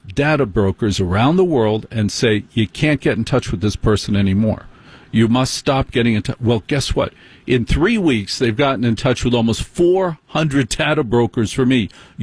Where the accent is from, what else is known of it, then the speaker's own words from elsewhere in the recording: Maplewood, New Jersey, United States; I grew up in North Jersey.